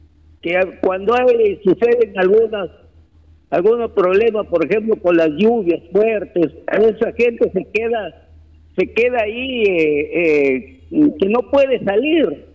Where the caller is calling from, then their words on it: Chiclayo, Lambayeque, Peru; yo vivo en Chiclayo, mi trabajo es en Chiclayo, bueno, y de vez en cuando yo voy a Olmos porque ahí tengo mi familia, tengo mis hermanos, casi la mayoría de familiares están ahí en Olmos.